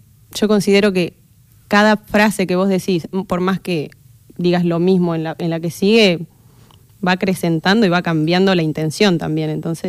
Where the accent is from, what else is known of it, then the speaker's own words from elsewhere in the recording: Salta, Argentina; Sí, soy salteña.